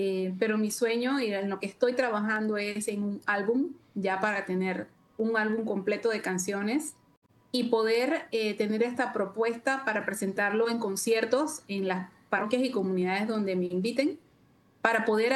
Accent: Chitré, Herrera, Panama; moved away; me invitan a participar en mi ciudad natal, por decirlo así, donde me crié, en Chitré.

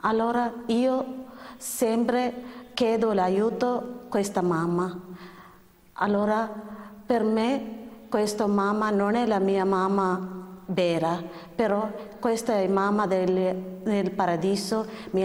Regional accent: Kerala, India; born there; Italian is a second language; moved away as an adult; ho vissuto 7 anni di là, giù in India, perché della mia nazionalità India, sono nata in Kerala.

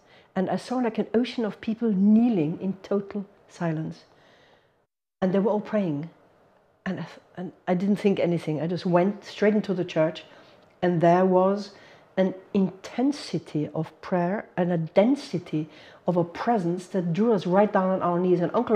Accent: Munich, Bavaria, Germany; English is a second language; I am from Germany. I was born in Germany from a Hungarian father and a sort of Italian-German mother. So a mix of nations in our home. And I was born in Munich many years ago, 1958.

